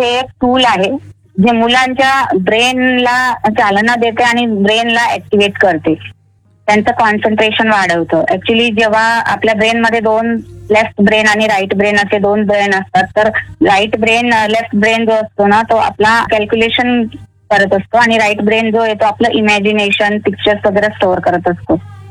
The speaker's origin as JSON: {"language": "Marathi", "town": "Muktainagar", "region": "Maharashtra", "country": "India", "tie": "born or raised there", "also_born_or_lived": "Varangaon, Jalgaon district", "moved": "as an adult", "lives_now": "Gujarat, India", "said": "तशी जळगाव जिल्ह्यातील भुसावळ तालुक्यातील वरणगाव आहे तिथले आहे. माझं सासर तिथलं आहे आणि माहेर माझं भुसावळ तालुक्यातले मुक्ताईनगर इथलं माहेर आहे माझं."}